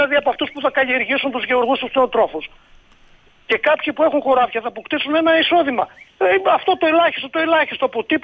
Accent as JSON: {"language": "Greek", "region": "Western Macedonia", "country": "Greece", "tie": "born there", "said": "επειδή μένω στο χωριό, έχω επενδύσει εδώ στον τόπο μου. Τον αγαπάω τον τόπο, δεν έχω φύγει. Δεν έχω φύγει. Είμαι 55 χρονών, εδώ θα μείνω."}